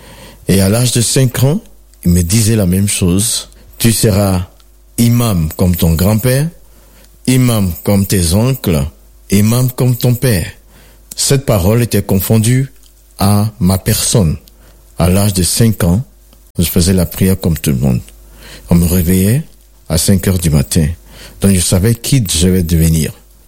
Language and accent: French; Côte d’Ivoire; je suis originaire de la Côte d'Ivoire.